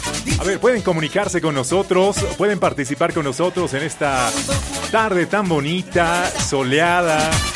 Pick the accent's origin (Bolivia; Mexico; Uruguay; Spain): Bolivia; Y por supuesto, soy de Bolivia, soy boliviano. Somos bolivianos, orgullosos de nuestra patria.